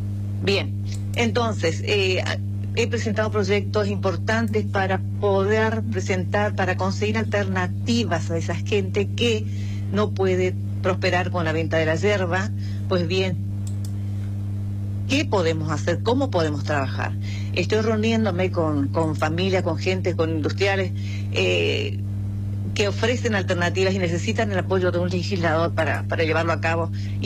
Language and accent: Spanish; San Pedro, Misiones, Argentina; Yo soy misionera, tengo los pies sobre la tierra y vengo, mire, nací, me crié en San Pedro, trabajando en la chacra